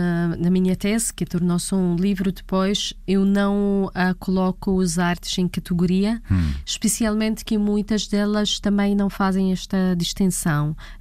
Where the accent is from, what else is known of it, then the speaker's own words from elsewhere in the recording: Palestine; accent: Palestinian; now in Portugal; embora eu costumo dizer que eu escrevo com sotaque palestiniano, e quero quem me leia que leia este sotaque palestiniano, que é o sotaque da liberdade